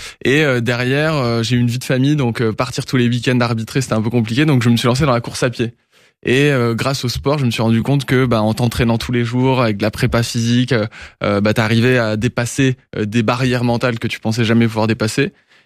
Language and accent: French; Grand Est, France; moved away; moi, je viens de Lorraine à la base, d'un petit village.